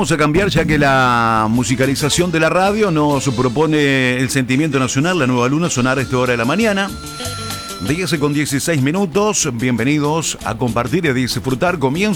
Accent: Argentina; Como argentino y los argentinos estamos contentos

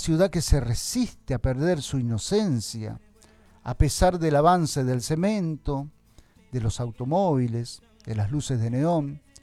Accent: Román, Santa Fe, Argentina; now in Reconquista, Argentina; Yo no soy de Reconquista, yo soy oriundo de Román, pero Reconquista me dio muchas posibilidades.

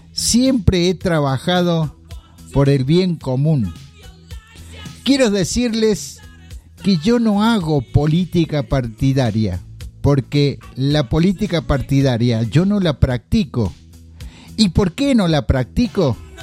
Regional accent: Córdoba, Argentina; born there; now in Huerta Grande, Argentina; Quiero decirles que soy nacido en la ciudad de Córdoba, más precisamente en Alta Córdoba. Más cordobés no puedo ser.

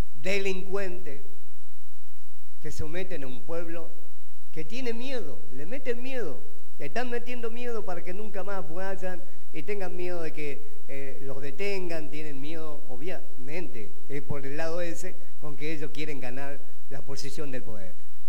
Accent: Argentina; yo soy argentino, soy patriota y defiendo mi país

